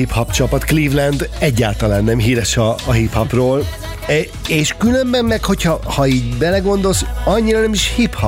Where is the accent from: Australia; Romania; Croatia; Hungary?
Hungary; Balassagyarmat, Nógrád; 51 éves srác vagyok egyébként, azt balasi gyarmati csávó, így szoktam mondani, ez az én egyik legfontosabb identitásom, hogy amikor én felnőttem, akkor ilyen 16-20 éves kor, tehát 74-es születésű vagyok, itt voltam 22 éves.